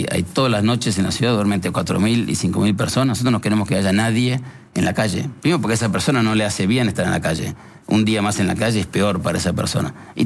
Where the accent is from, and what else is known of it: Buenos Aires, Argentina